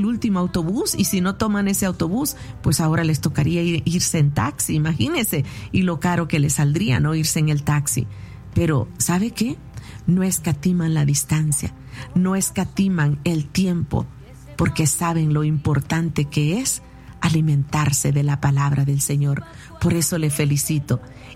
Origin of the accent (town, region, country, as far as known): El Salvador